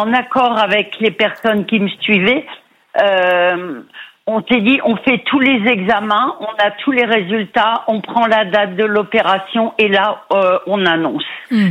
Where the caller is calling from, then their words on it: Lingolsheim, Grand Est, France; De Lindolsheim. C'est l'Eurométropole de Strasbourg.